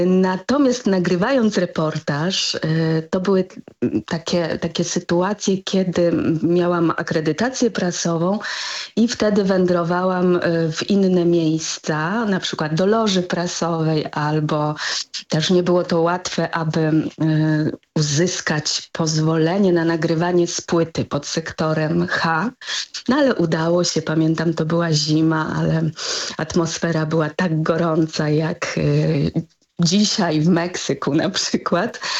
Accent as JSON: {"language": "Polish", "town": "Łódź", "region": "Łódź Voivodeship", "country": "Poland", "tie": "born or raised there", "said": "jako dziecko, jako łodzianka, bo ja pochodzę z Łodzi, dorastałam w Łodzi w latach 80."}